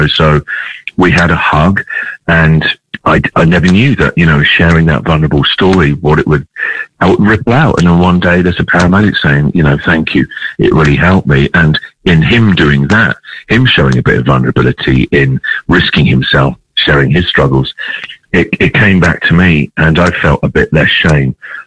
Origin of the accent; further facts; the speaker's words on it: England, United Kingdom; moved away; I'm an English guy, the other side of the world.